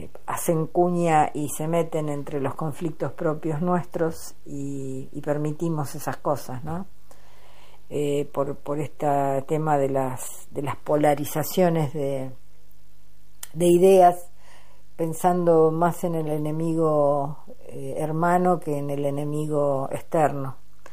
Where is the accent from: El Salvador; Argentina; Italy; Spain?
Argentina